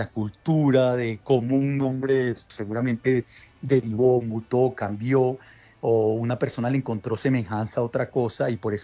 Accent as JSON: {"language": "Spanish", "country": "Colombia", "said": "Entonces, uno como colombiano, pues sí, de pronto uh-huh, conoce unas 30, 40 que puede encontrar en un mercado"}